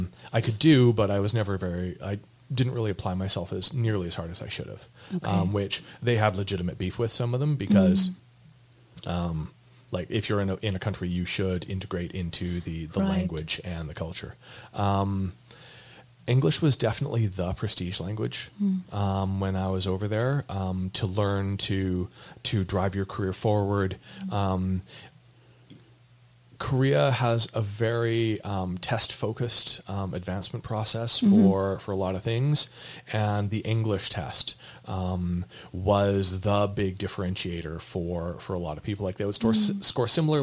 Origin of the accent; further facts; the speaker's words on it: Canada; as soon as I identified myself as Canadian